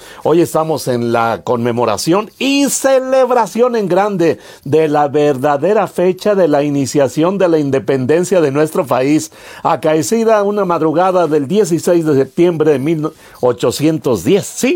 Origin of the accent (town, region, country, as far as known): Mexico